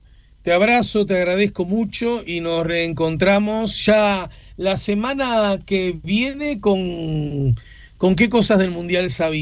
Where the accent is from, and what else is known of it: Uruguay